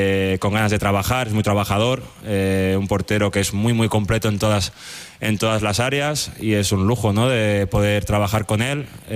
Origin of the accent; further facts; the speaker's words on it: Spain; now in United Kingdom; yo siempre me siento español, siempre he querido representar a España y nunca me había planteado poder representar a Inglaterra porque no lo sentiría, no me sentiría un extraño. Entonces, por muchos años que lleve yo en Inglaterra, yo siempre me he sentido español